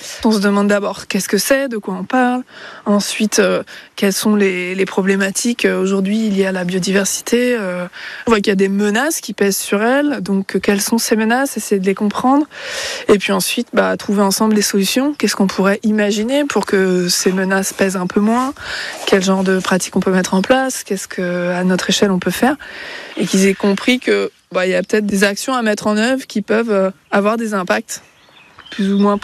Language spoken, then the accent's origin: French; Normandy, France; moved away as an adult; also born or lived in Lille / Paris; Alors moi je suis originaire de l'Orne. J'ai grandi en Normandie et puis je suis partie pour mes études à Lille. Et puis après, j'ai bossé en région parisienne